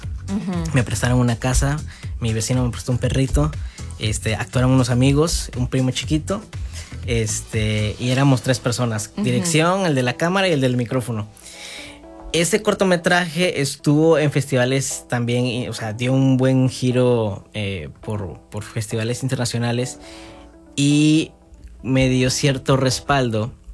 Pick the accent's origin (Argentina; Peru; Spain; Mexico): Mexico; nuestra cultura como mexicanos, Día de Muertos, pues una de las tradiciones más importantes de México